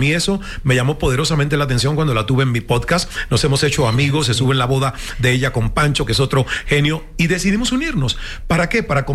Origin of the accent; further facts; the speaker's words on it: Cuba; moved away as an adult; En un país donde Cuba no me enseñaron a emprender, no me enseñaron a aprender a pensar, sino a repetir panfletos de un partido comunista. Y yo salí a los 28 años.